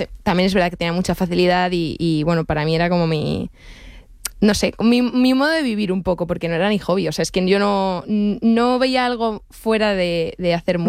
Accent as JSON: {"language": "Spanish", "town": "Madrid", "region": "Community of Madrid", "country": "Spain", "said": "Pero yo sí, soy madrileña."}